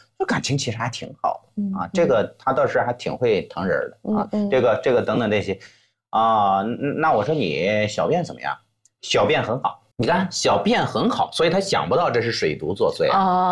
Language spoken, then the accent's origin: Chinese; China; 那对于我们中国人而言的话呢，我们喜欢相对这个丰盛一点，